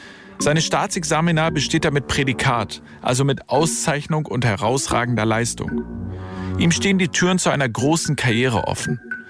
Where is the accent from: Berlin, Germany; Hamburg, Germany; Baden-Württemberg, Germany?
Hamburg, Germany; Und in Altona, da wo ich aufgewachsen bin, da durfte ich damals erst auf den Spielplätzen im Sand spielen